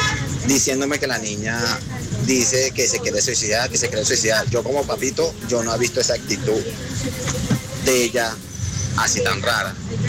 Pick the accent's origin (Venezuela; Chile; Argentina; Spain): Venezuela; now in Colombia; estamos como venezolanos